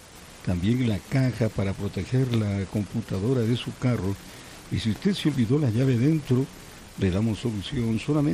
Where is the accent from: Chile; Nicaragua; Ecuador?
Ecuador; la música de nuestra querida patria ecuatoriana.